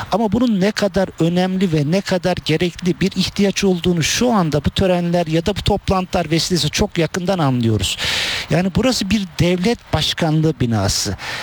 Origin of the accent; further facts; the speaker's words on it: Ankara, Turkey; ben tabii klasik bir Ankaralı olarak